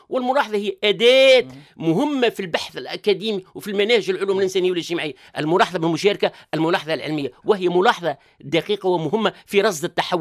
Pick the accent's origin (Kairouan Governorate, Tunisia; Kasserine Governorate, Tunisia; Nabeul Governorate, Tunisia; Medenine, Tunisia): Kasserine Governorate, Tunisia; born there; moved away